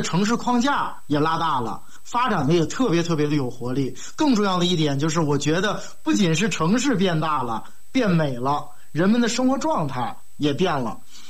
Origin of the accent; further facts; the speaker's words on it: Chengde, Hebei, China; 作为一名土生土长的承德人，我的自豪感是越来越强的。